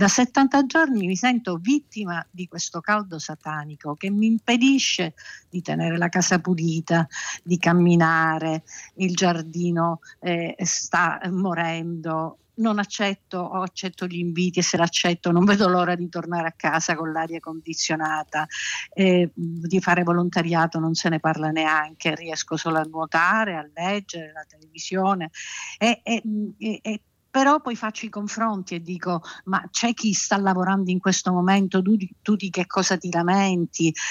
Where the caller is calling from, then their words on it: Palermo, Sicily, Italy; sono di Palermo.